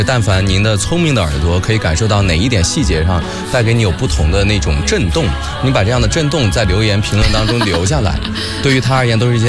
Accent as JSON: {"language": "Chinese", "town": "Luoyang", "region": "Henan", "country": "China", "tie": "born or raised there", "said": "我是在河南洛阳长大的。"}